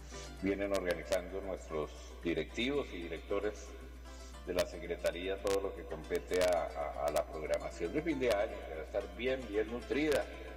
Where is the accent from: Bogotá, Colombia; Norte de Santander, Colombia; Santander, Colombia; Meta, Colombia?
Meta, Colombia; San Martín; born there; moved away; also born or lived in Villavicencio; compañero de mi pueblo San Martinero